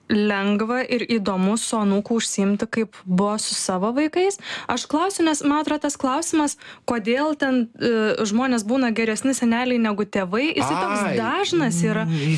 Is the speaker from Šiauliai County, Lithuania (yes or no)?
yes; Kelmė, Šiauliai County, Lithuania; moved away as an adult; now in Vilnius, Lithuania; aš kadangi augau Kelmėj, kai aš ten gyvenau